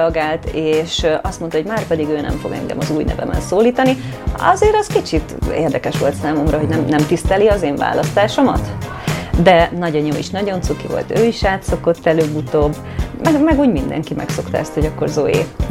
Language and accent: Hungarian; Szeged, Csongrád-Csanád, Hungary; now in Budapest, Hungary; Mert a névváltozás után nem sokkal egyébként Szegedről Budapestre költöztem, és itt már mindenki így ismert meg.